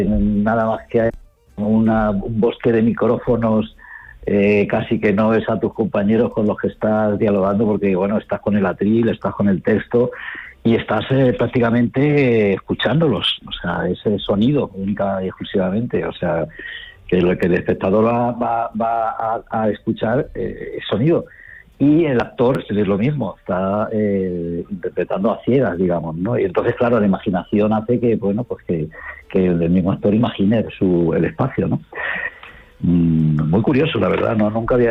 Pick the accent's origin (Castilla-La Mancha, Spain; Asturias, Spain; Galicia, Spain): Castilla-La Mancha, Spain; Albacete; como soy manchego, soy de Albacete